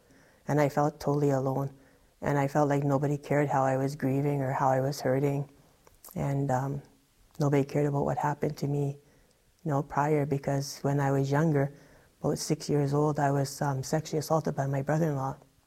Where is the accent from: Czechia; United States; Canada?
Canada; Thompson, Manitoba; I grew up in Thompson, Manitoba.